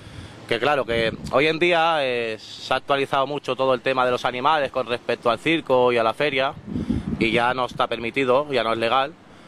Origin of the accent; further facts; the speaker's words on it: Catalonia, Spain; Mira, yo soy gitano, español y catalán.